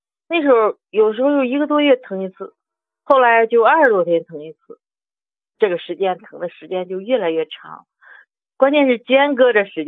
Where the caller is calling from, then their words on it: Chengde, Hebei, China; 我是河北承德的。